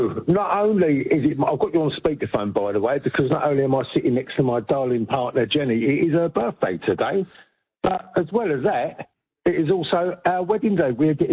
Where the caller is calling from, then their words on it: London, United Kingdom; No, I come from South London.